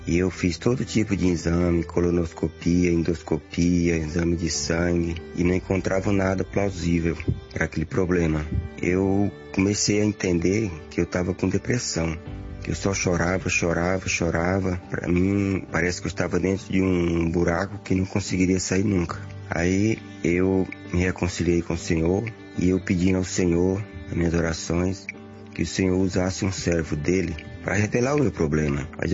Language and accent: Portuguese; Carapicuíba, São Paulo, Brazil; sou aqui de Carapicuíba.